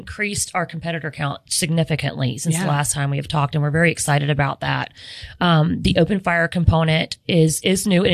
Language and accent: English; Memphis, Tennessee, United States; we are from Memphis.